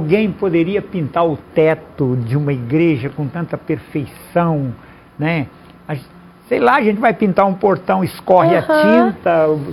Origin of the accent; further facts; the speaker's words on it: Santa Albertina, São Paulo, Brazil; Eu nasci em Santa Albertina, e bem na divisa ali de Minas Gerais, o Rio Grande.